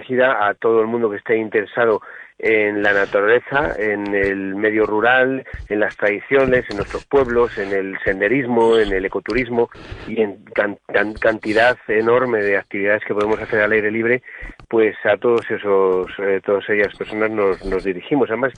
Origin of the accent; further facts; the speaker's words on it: Medina del Campo, Castile and León, Spain; Yo soy medinense de Valladolid, Medina del Campo.